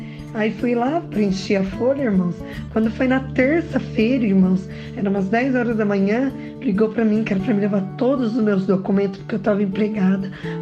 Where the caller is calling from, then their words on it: São Manuel, São Paulo, Brazil; sou da cidade de São Manuel.